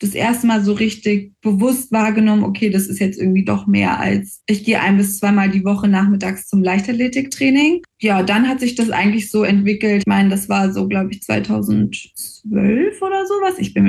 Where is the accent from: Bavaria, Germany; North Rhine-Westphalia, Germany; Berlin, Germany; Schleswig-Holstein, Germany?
Berlin, Germany; moved away as an adult; now in Frankfurt, Germany; Also ich komme gebürtig aus Berlin, muss man dazu sagen, und habe bis zu meinem 21. Geburtstag in Berlin auch gewohnt und bin dann erst quasi nach Frankfurt gezogen